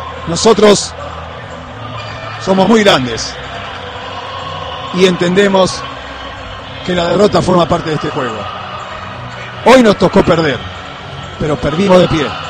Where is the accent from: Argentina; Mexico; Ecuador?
Argentina; como solo nosotros los argentinos recibimos orgullosos a aquellos que nos representan